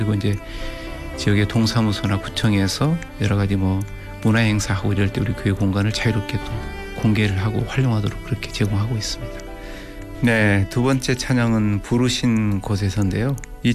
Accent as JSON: {"language": "Korean", "town": "Yeosu", "region": "South Jeolla", "country": "South Korea", "tie": "born or raised there", "moved": "yes", "lives_now": "Gwangju, South Korea", "said": "고향이 여수입니다. 네, 여수 참 좋은 동네입니다. 맑은 물, 또 깨끗한 산, 그리고 좋은 사람들이 사는 곳이고요. 말 그대로 한자어로 수려하고 깨끗한 그런 동네입니다."}